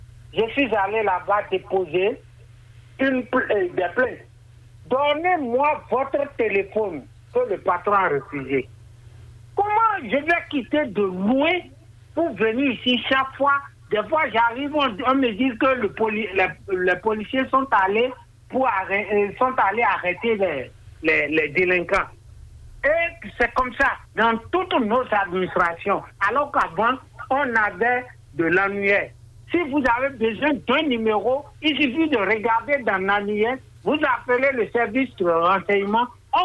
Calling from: Benin; J'appelle toujours de Soyadine.

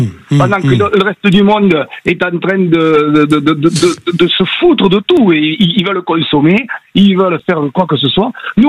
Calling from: Beaumont-de-Lomagne, Occitanie, France; Je suis à Beaumont de Lomagne.

